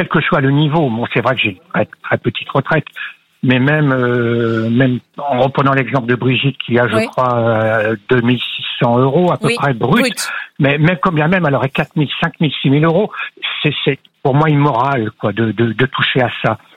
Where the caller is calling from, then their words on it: Narbonne, Occitanie, France; J'appelle de Narbonne.